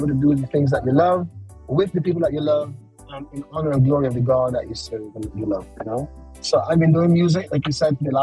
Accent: Barbados; I'm from Barbados.

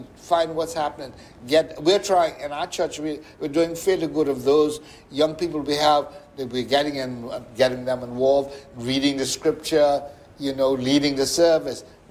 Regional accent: Cockburn Harbour, South Caicos, Turks & Caicos Islands; I grew up in East Harbor, and when I left school, there were no opportunities there.

